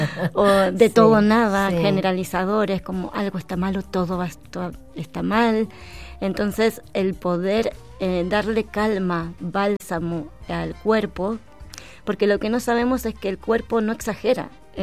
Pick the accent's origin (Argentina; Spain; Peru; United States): Argentina; now in Chile; yo soy argentina. Sí. Hace mucho tiempo que vivo en Chile